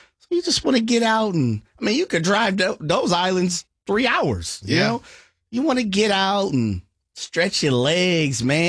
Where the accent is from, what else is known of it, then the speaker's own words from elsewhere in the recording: California, United States; no, I'm from Northern California.